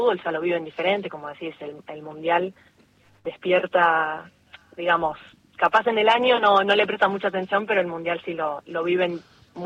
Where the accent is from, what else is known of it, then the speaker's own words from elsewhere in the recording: Geneva, Switzerland; Yo de chica, ya te digo, en Suiza, que pude arrancar a los 8 o 9 años. En un club de barrio, obviamente, éramos un equipo de toda la zona